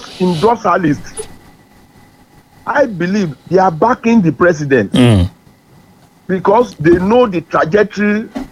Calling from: Olodo, Nigeria; I'm calling from Olodo.

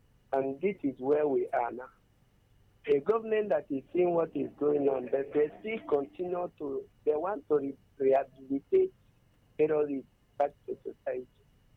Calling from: Ebonyi, Nigeria; I'm calling from Ebony State.

